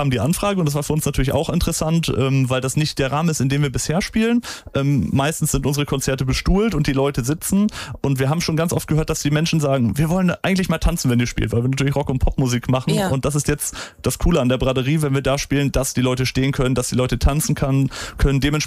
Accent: Surwold, Lower Saxony, Germany; wir sind ein Chor, wir kommen aus Suhrwold irgendwie und ja, es ist ein Dorf mit 4.000, 5.000 Einwohnern

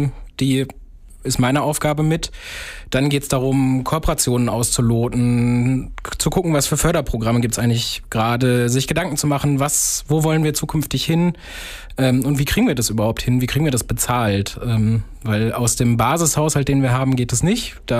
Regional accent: Bückeburg, Lower Saxony, Germany; moved away as an adult; also born or lived in Hannover; Ja, ich bin in Bückeburg geboren, also hier quasi um die Ecke.

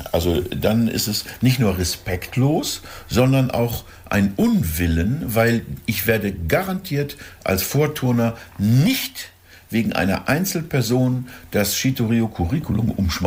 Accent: Northern Germany, Germany; Wir sind Norddeutsche, wir müssen den harten Ton ab.

